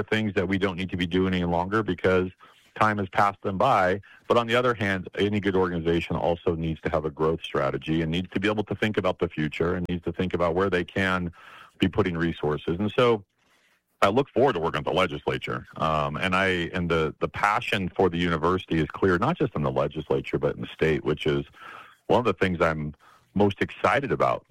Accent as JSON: {"language": "English", "town": "Rock Springs", "region": "Wyoming", "country": "United States", "tie": "born or raised there", "said": "I'm originally from Rock Springs, so I know the western side of the state and love it. And I grew up in Rock Springs, graduated from Rock Springs High School in 1992"}